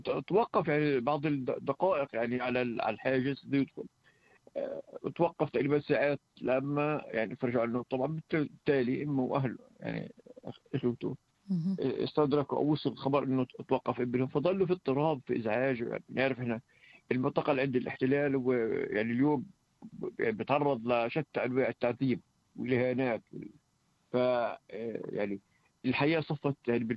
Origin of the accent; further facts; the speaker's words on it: Hebron, Hebron Governorate, Palestine; بالنسبه لنا كفلسطينيين وكخلايلة